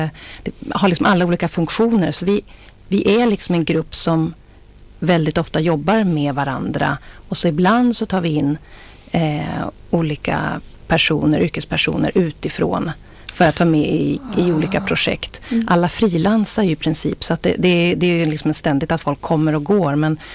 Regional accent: Östersund, Jämtland County, Sweden; now in southern Sweden; Jag är från Östersund från början.

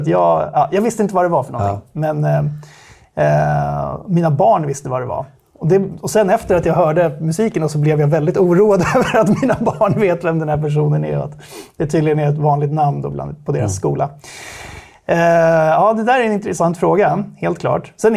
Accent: Stockholm, Stockholm County, Sweden

